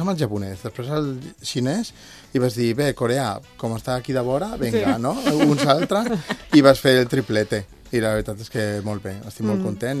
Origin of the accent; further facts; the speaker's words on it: Barcelona, Catalonia, Spain; jo, evidentment, se'm nota que som de Barcelona